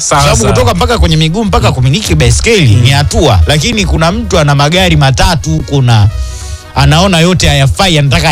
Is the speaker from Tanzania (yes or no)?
yes; Tanzania; Ukiwa ni Mtanzania kama mimi, alafu mimi ni Mtanzania kama wewe